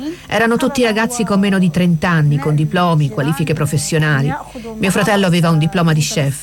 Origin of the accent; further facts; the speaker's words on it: Morocco; Mi chiamo … sono marocchina.